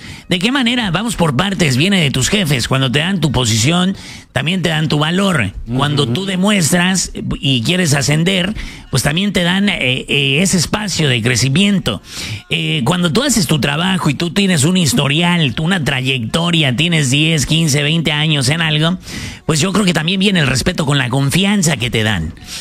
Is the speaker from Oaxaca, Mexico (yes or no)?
no; Ciudad Obregón, Sonora, Mexico; soy de Ciudad Obregón.